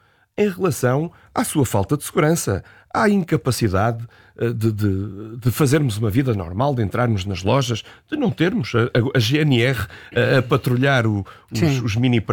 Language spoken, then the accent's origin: Portuguese; Minho, Portugal; Eu recordo-me, eu sou do Minho, eu recordo-me das histórias dos contrabandistas